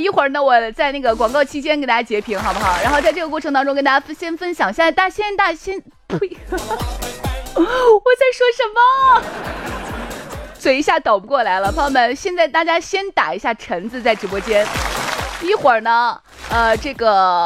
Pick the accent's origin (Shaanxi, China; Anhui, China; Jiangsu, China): Shaanxi, China; 我们陕西人